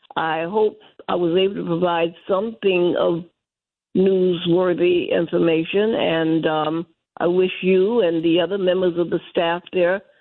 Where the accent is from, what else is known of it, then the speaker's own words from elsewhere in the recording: Florence, United States; I'm from Florence